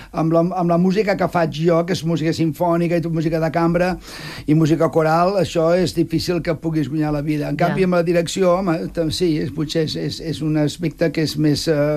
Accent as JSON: {"language": "Catalan", "region": "Catalonia", "country": "Spain", "said": "Però això és un deure moral com a català."}